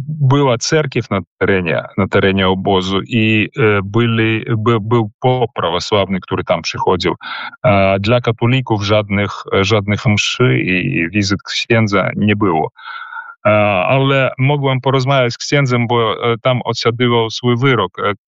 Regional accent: Belarus

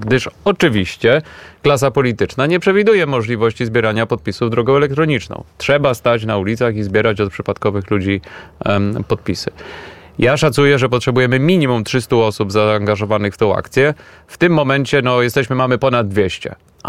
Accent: Warsaw, Masovian Voivodeship, Poland; born there; jestem warszawiakiem z urodzenia

